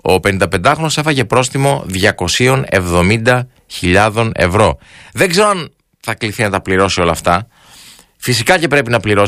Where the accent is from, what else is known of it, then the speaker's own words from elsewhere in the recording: Greece; Στην Ελλάδα είμαστε λίγο ρε παιδί μου των άκρων.